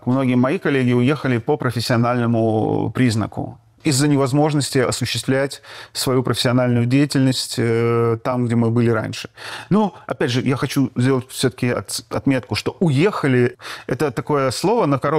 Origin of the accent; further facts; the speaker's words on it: Odesa, Odesa Oblast, Ukraine; now in Moscow, Russia; Я уехал из Одессы.